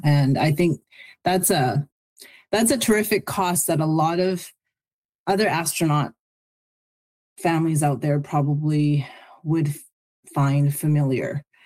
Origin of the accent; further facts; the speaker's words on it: Canada; to happen from my growing up in, you know, Canada, and then being like sort of parachuted back into my hometown felt very jarring.